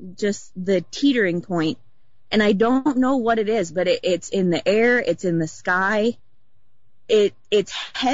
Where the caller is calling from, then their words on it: Spokane, Washington, United States; Calling from Spokane, Washington. Long-time caller.